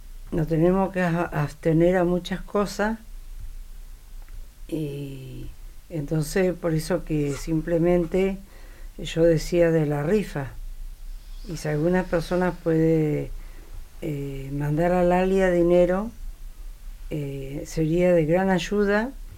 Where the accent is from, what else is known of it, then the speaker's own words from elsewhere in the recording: Argentina; Como ciudadano argentino, nosotros, yo pienso que tenemos que ser así.